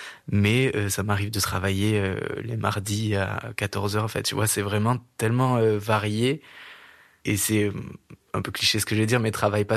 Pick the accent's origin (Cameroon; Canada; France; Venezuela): France; Occitanie; J'ai pas mal bougé parce que j'ai grandi en Aveyron, mais au divorce de mes parents, ma mère a été mutée à gauche à droite avec son travail.